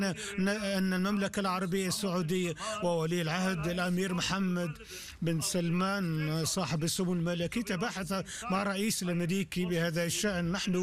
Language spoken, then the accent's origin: Arabic; Pakistan; أنا كباكستاني أفتخر بأن حكومة بلادي بذلت هذه الجهود،